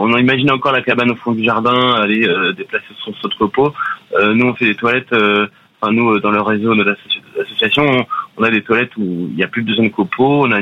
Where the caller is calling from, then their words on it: Nouvelle-Aquitaine, France; moi, je suis au Pays Basque.